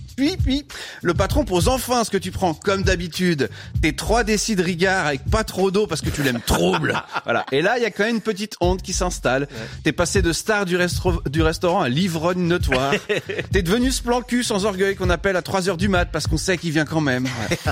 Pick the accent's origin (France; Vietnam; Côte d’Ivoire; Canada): France; parce que je suis français d'origine